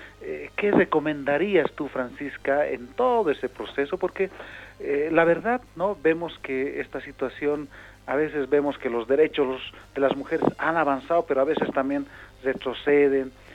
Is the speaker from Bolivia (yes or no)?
yes; Corque, Oruro, Bolivia; mi comunidad. Yo soy de Corque también